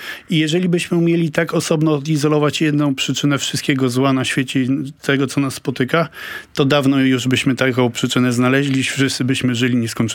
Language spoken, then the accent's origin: Polish; Gdańsk, Pomeranian Voivodeship, Poland; jesteśmy z Gdańska oboje